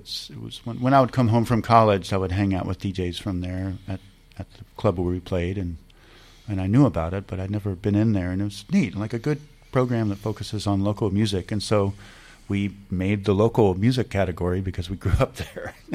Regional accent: Delaware Valley, United States; we're both from the Delaware Valley region. So in between New York and Philadelphia, we both came from that area.

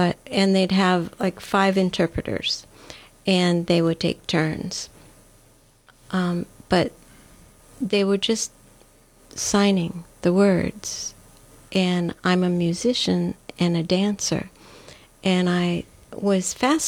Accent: England, United Kingdom; moved away; also born or lived in Ohio, United States; I didn't come into this world at this age. Made in England, born in Ohio, moved to England when I was a child, lived there for

